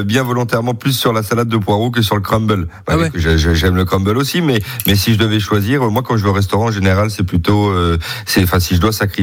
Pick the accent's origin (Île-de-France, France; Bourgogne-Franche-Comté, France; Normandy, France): Bourgogne-Franche-Comté, France; chez nous en Bourgogne